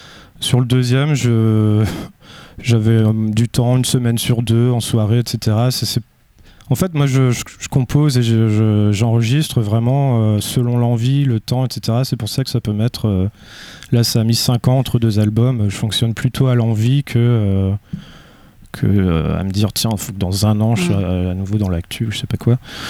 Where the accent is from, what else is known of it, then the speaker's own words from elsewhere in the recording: Brittany, France; je viens du Finistère.